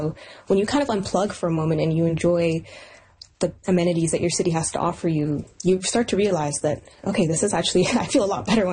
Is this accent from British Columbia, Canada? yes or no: yes; Richmond, British Columbia, Canada; growing up in Richmond City Center, Richmond is an immigrant city. Richmond City Center is an immigrant neighborhood.